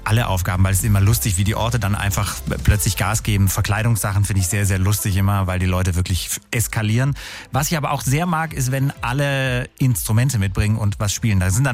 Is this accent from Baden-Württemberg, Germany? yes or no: yes; Schwieberdingen, Baden-Württemberg, Germany; Am Mittwoch fast in meiner Heimat in Schwieberdingen im Kreis Ludwigsburg.